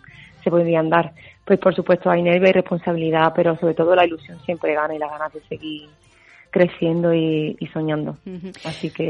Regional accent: Marbella, Andalusia, Spain; yo tengo raíces, soy de Marbella, pero tengo raíces gaditanas. Mis padres son de un pueblo de Arcos de la Frontera.

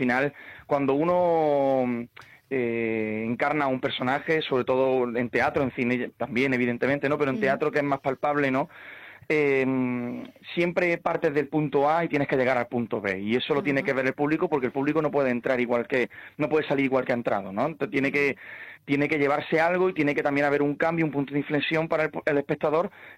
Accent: Andalusia, Spain; Y como actor español, ¿no?, como actor andaluz, pues siempre me ha llamado la atención pues estos grandes clásicos.

